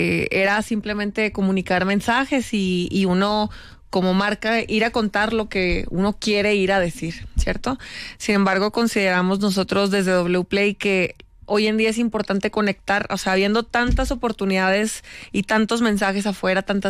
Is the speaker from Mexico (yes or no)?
yes; Mexico; yo soy mexicana